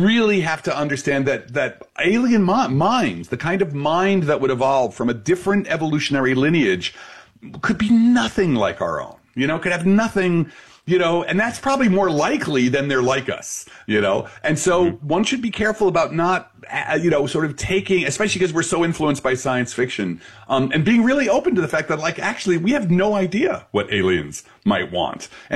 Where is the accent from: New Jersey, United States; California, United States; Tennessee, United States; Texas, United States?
New Jersey, United States; Belleville